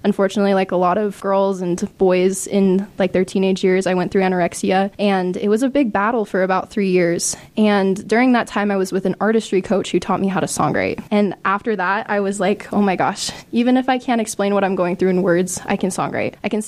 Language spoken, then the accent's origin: English; West Jordan, Utah, United States; I was born and raised in West Jordan, Utah.